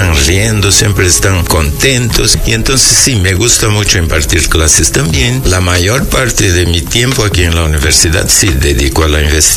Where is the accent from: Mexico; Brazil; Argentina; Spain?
Brazil; Rio Grande do Sul; Spanish is a second language; Sí, yo soy de Brasil. Vengo del sur de Brasil. Ah, es okay. El último estado allá abajo. Se llama Río Grande del Sur.